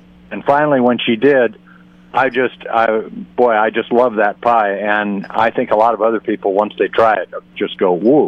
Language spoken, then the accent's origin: English; California, United States; I grew up in Southern California